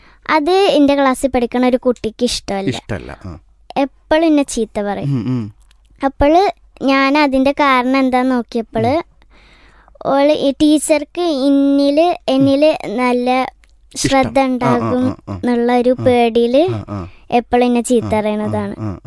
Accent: Puthanangadi, Kerala, India; ഞാൻ പുത്തനങ്ങാടിയിൽ നിന്ന് വരുന്നു.

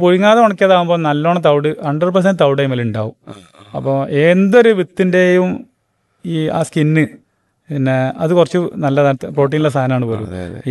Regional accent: Kerala, India; നമ്മളീ മലബാർ മേഖലയിൽ നീലക്കൂവ ഉള്ളൂ.

